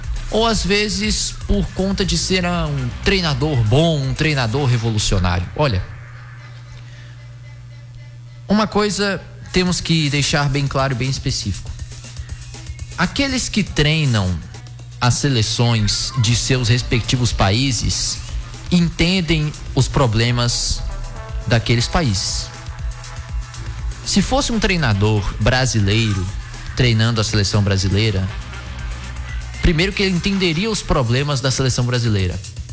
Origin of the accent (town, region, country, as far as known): Brazil